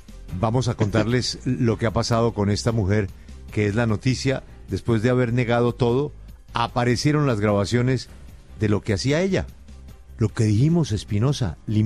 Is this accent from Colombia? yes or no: yes; Santa Fe, Colombia; No, tranquilo, yo soy de Santa Fe, no se preocupe.